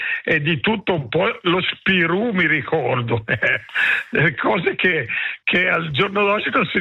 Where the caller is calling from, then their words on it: Arogno, Ticino, Switzerland; di Arogno